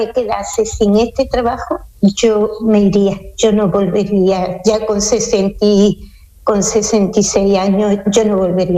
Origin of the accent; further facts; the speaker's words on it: Seville, Andalusia, Spain; now in Switzerland; Ah, pues yo soy de Sevilla, de la calle Federico Sánchez Bedoya, del Postigo.